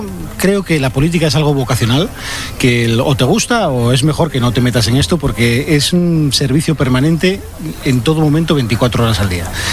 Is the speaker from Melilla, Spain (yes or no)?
no; Asturias, Spain; yo ya venía aquí a la feria como un asturiano más